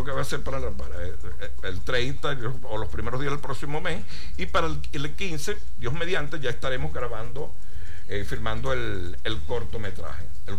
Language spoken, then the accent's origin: Spanish; Caripito, Monagas, Venezuela; born there; yo nací en Caripito.